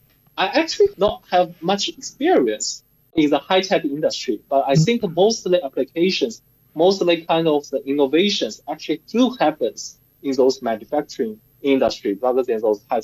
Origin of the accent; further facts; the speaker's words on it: Ningbo, Zhejiang, China; I'm born in Ningbo. So actually, my hometown is full of this kind of manufacturing in this textile business.